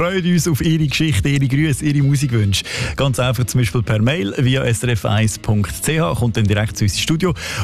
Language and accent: German; Lucerne, Switzerland; Schreibt man in Klammern Oberkirch, für alle, die nicht aus der Region kommen. Das kenne ich natürlich als Luzerner.